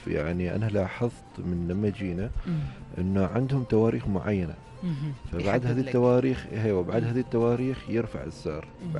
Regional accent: Oman; أنا اليوم كعماني

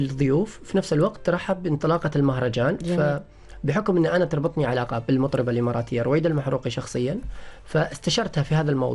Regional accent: Oman; كوننا إحنا شباب عمانيين أساسا،

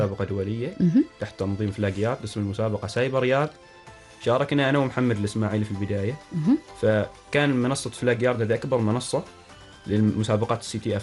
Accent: Oman; حتى بعد ما عرفوا ان احنا عمانيين استقبلونا بشكل جدا جميل

